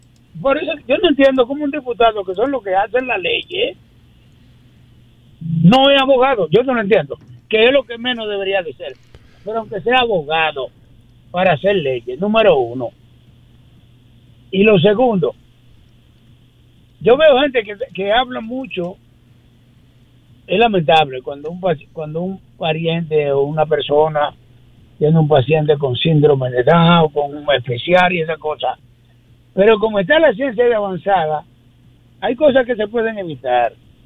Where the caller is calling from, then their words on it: Dominican Republic; yo me avergüenzo como dominicano